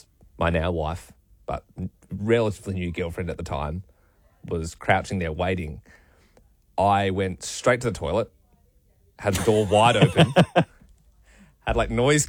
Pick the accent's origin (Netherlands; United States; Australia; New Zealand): Australia; Adelaide, South Australia; moved away; also born or lived in Sydney; And we're both from Adelaide originally